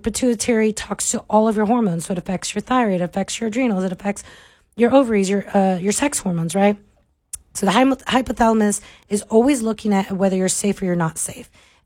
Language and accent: English; Florida, United States; I'm from Florida